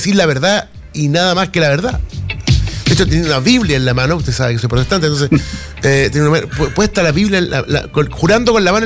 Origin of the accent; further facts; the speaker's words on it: Valparaíso, Chile; Soy de Valparaíso.